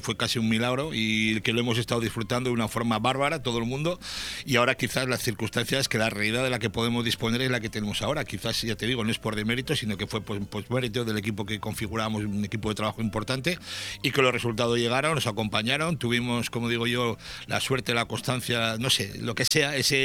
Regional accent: Tafalla, Navarre, Spain; yo soy de Tafalla, muy orgulloso.

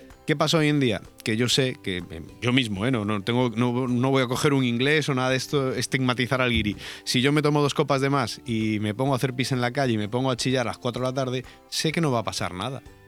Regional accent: Galicia, Spain; moved away; yo como gallego

